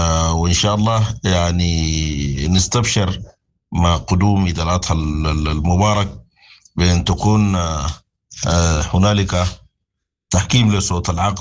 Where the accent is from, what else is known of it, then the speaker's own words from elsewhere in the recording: Sudan; عليهم أن يعوا الدرس تماما وأنه ما عاد آلية البندقية أن تحل معضلة في بلادنا السودان.